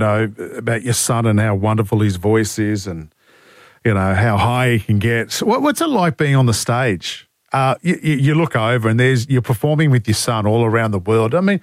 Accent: Australia; like just growing up in Australia in the 60s and the 70s

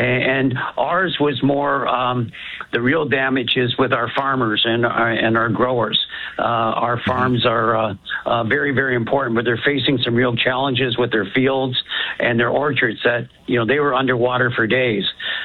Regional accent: St. Catharines, Ontario, Canada; And I'm from St. Catharines originally, so I know the area quite well, especially the north end of St. Catharines.

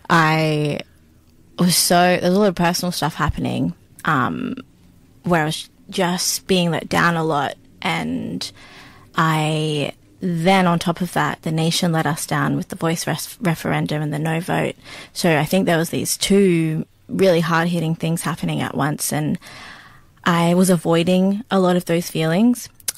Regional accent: New South Wales, Australia; So growing up on Darug country was big important part of who I am and my identity as well, and being in between, I guess, from the mountains to the sea

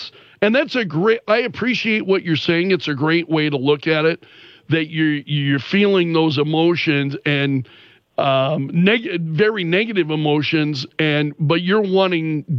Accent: Sioux Falls, South Dakota, United States; I'm from Sioux Falls. I've grown up here. You know how much I love this community.

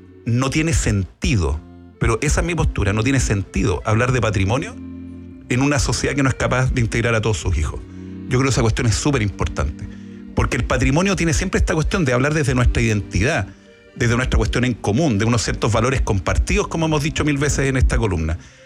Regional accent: Chile

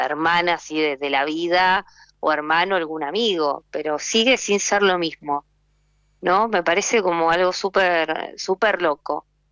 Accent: Quilmes, Buenos Aires Province, Argentina; born there

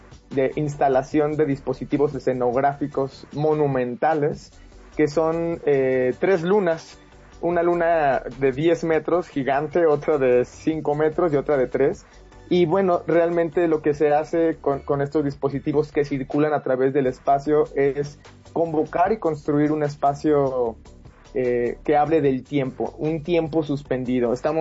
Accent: Guanajuato, Mexico; moved away; Yo soy guanajuatense

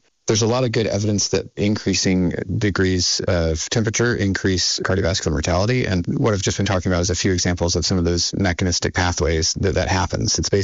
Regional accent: South Carolina, United States; born or raised there

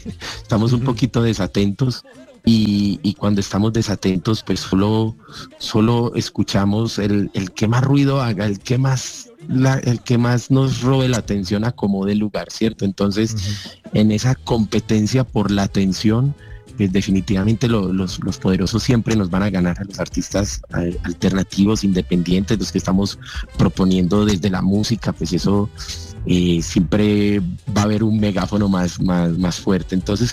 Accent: Colombia; Exactamente, o sea, es una cosa que nos supera, que nos despierta todos los sentimientos como colombianos.

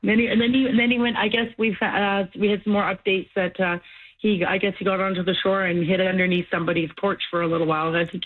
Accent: Vernon, British Columbia, Canada; now in Abbotsford, Canada; And I grew up in Vernon.

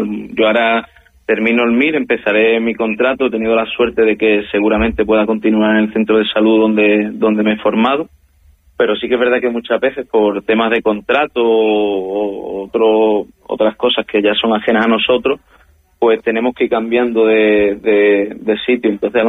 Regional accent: Ceuta, Spain; also born or lived in Sevilla; aunque he estado 8 años en Sevilla, en el fondo me considero que soy de Ceuta. Tengo la suerte de conservar los amigos con los que empecé cuando tenía 3 años

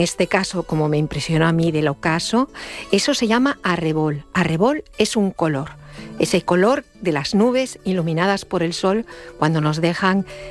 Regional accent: Madrid, Community of Madrid, Spain; born there; Yo, que he estudiado de pequeña en Madrid

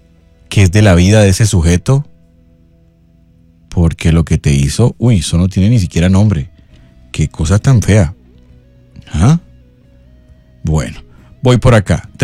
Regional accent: Bogotá, Colombia; now in Puerto Colombia, Colombia; Soy de Bogotá, pero vivo en Puerto Colombia.

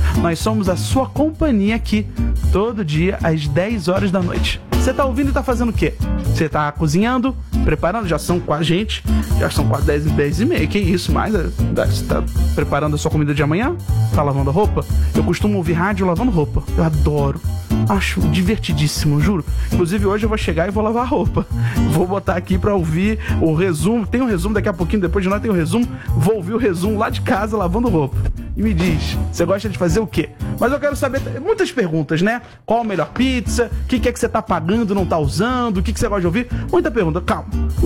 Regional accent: Rio de Janeiro, Brazil; born there; Eu também me reconheço como carioca e nasci na Tijuca

